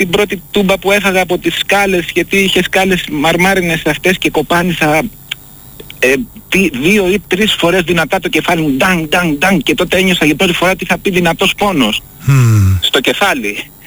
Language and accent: Greek; Athens, Attica, Greece; also born or lived in Tripoli; Ήμασταν τότε στην Τρίπολη που είχα γεννηθεί εγώ. Βέβαια μεγάλωσα στην Αθήνα, σε ένα σπίτι, τέλος πάντων, το οποίο ήταν νοικιασμένο